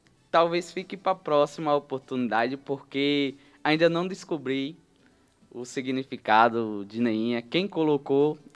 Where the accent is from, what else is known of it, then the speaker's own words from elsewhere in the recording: Maceió, Alagoas, Brazil; moved away as an adult; now in Conceição do Jacuípe, Brazil; Sou natural de Maceió.